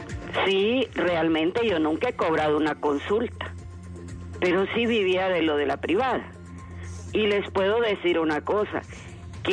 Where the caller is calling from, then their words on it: Honduras; como buena hondureña